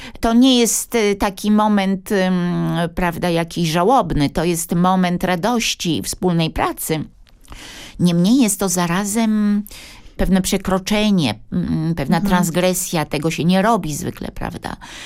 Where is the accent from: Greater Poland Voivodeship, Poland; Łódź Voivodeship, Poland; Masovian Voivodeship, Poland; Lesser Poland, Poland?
Łódź Voivodeship, Poland; Łódź; Oni obydwoje pracowali w Muzeum Sztuki w Łodzi. I ja również się wychowywałam w tym muzeum. Myśmy tam mieszkali po prostu.